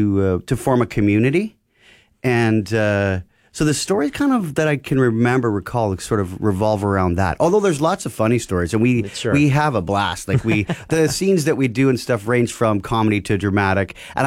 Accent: Carman, Manitoba, Canada; I grew up in Carmen, Manitoba.

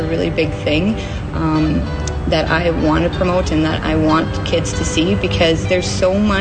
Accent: Fillmore, Saskatchewan, Canada; now in Estevan, Canada; I'm originally from Fillmore, Saskatchewan, and as you know, a small town

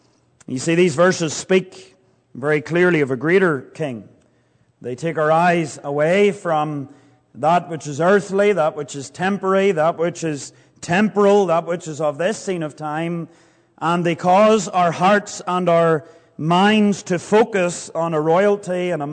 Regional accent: United Kingdom; now in Calgary, Canada; being British

